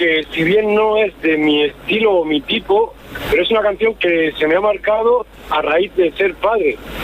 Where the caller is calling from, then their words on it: Archena, Region of Murcia, Spain; Desde Archena.